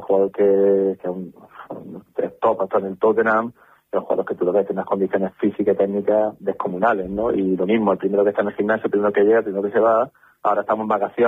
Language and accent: Spanish; Linares, Andalusia, Spain; moved away as an adult; tengo muchos vínculos con Linares, ¿no? Con mi ciudad, con las amistades, con mi familia.